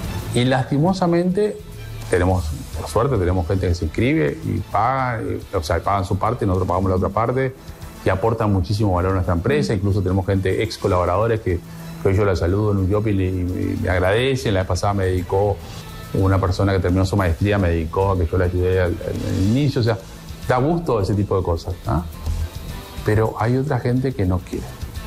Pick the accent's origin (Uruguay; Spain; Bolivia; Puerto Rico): Uruguay; also born or lived in Paraguay; Arranqué como uruguayo paraguayo que soy